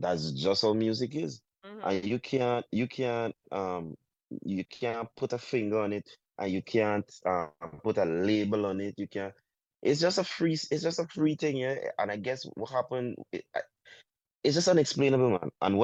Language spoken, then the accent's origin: English; Guyana; I'm happy I'm from Guyana